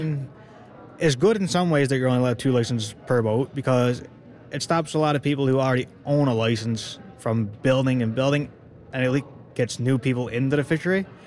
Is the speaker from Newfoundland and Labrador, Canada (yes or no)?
yes; Bennett's Cove, Newfoundland and Labrador, Canada; Bennett's Cove, Newfoundland, just on the west coast. 20 minutes outside Cornerbrook.